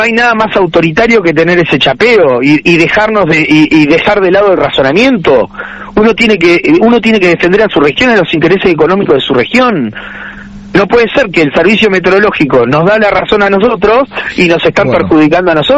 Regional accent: Punta Alta, Buenos Aires Province, Argentina; La nafta le sale entre un 15 y un 20% más barato que a nosotros los puntaltenses.

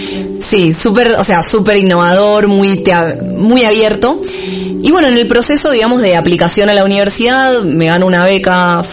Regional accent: Buenos Aires, Argentina; moved away; yo soy argentina, tengo 32 años, fui nacida y criada, digamos, en Buenos Aires, por una familia de emprendedores.

